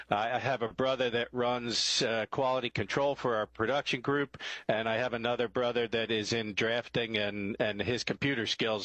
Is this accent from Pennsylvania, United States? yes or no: yes; Pennsylvania, United States; Outside of Philadelphia in rural Pennsylvania, I have three brothers. I am the oldest and the trailblazer.